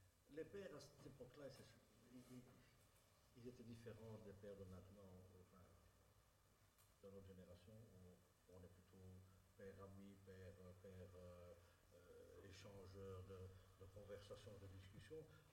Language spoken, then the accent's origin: French; Marcinelle, Wallonia, Belgium; De Marcinelle, et comme je suis de Marcinelle